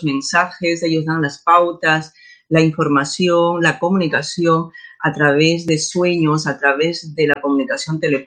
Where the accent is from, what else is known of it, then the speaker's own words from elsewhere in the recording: Peru; he reconectado varios lugares en mi país de origen, en Perú